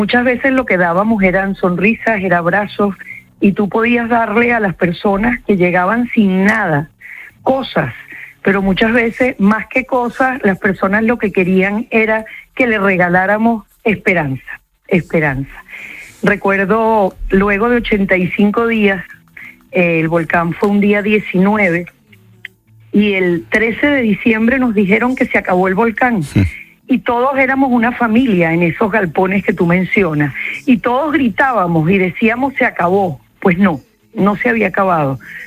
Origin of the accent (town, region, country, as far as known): Venezuela